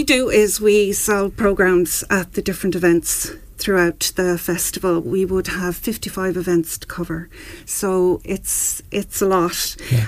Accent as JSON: {"language": "English", "town": "Wexford", "region": "Leinster", "country": "Ireland", "said": "I'm originally from Corrige Park in town."}